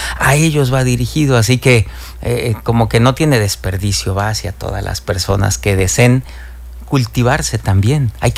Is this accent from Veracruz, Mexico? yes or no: yes; Alto Lucero, Veracruz, Mexico; Yo soy de Alto Lucero, Veracruz.